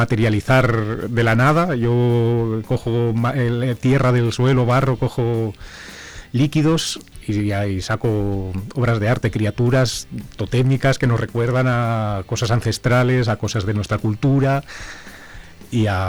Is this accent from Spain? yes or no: yes; Zamora, Castile and León, Spain; siendo oriundo de aquí de Zamora ciudad, entrarle a una cosa de los pueblos, no siendo yo del pueblo